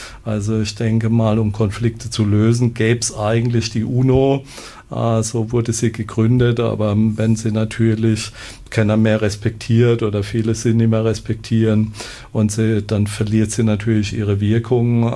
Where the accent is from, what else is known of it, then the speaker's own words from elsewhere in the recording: Germany; Also ich bin ja groß geworden in der Friedensbewegung der BRD der 70er, 80er Jahre.